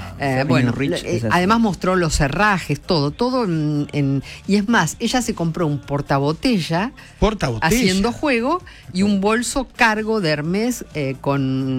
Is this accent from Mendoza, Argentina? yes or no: yes; Mendoza, Argentina; now in Chile; Soy mendocino y vivo en Chile.